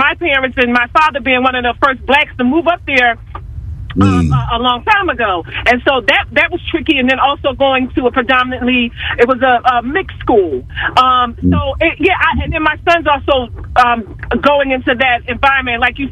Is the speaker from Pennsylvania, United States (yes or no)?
yes; Philadelphia, Pennsylvania, United States; now in Jenkintown, United States; I grew up in Chestnut Hill. I could talk to you all day about the different avenues and ways that I had to navigate with my parents and my father being one of the first blacks to move up there.